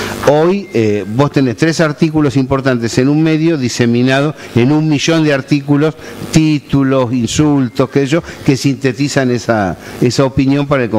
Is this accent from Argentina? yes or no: yes; Argentina; nuestro país